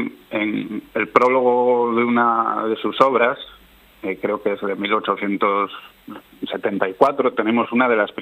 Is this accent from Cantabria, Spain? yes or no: yes; Cantabria, Spain